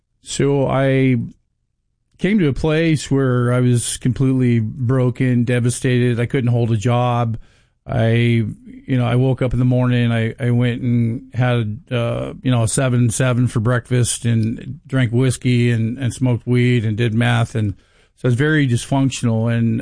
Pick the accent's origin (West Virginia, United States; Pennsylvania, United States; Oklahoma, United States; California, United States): California, United States; Torrance; born there; yeah, I was born down in Torrance, California.